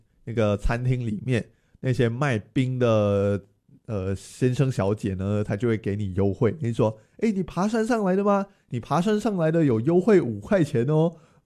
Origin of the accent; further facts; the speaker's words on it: Penang, Malaysia; 嗯，我们马来西亚马来西亚人不是，我们槟城人呢就还蛮喜欢去爬这座升旗山的。